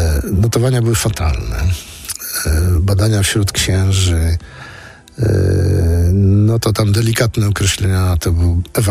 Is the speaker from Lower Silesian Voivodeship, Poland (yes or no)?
no; Świętokrzyskie Voivodeship, Poland; Ja jestem z Kieleckiego, tam kultura kulinarna jest tam 10 dań i tyle.